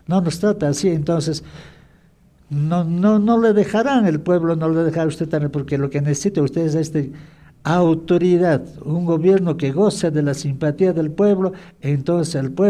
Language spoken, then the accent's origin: Spanish; Peru; yo soy un peruano, pues. Yo soy un peruano